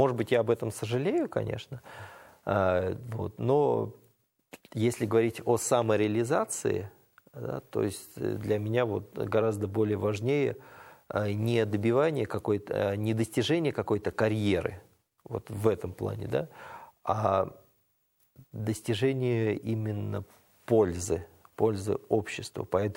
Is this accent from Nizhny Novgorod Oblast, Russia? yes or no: yes; Nizhny Novgorod, Nizhny Novgorod Oblast, Russia; moved away as an adult; Я всю жизнь родился, вырос, жил в Нижнем Новгороде.